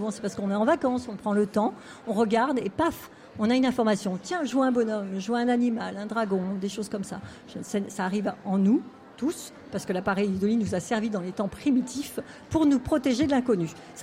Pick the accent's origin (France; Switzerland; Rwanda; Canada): France; Hauts-de-France; born there; now in Saint-Étienne, France; je suis née en Picardie et effectivement quand je suis arrivée à Saint-Etienne, j'ai dit ça y est, waouh, j'ai trouvé ma ville.